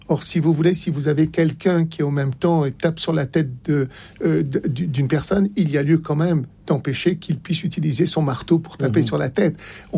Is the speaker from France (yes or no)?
yes; France; nous parlons en tant que Français